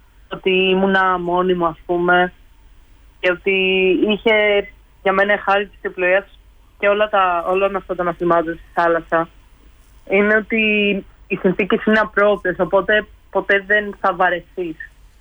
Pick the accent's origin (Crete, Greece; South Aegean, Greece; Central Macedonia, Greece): Central Macedonia, Greece; Edessa; now in Athens, Greece; Εγώ έχω καταγωγή από την Έδεσα, που είναι αρκετά μακριά από θάλασσες